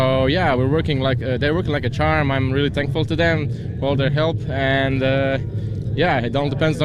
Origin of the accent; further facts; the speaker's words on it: Zagreb, City of Zagreb, Croatia; I'm from Zagreb, Croatia.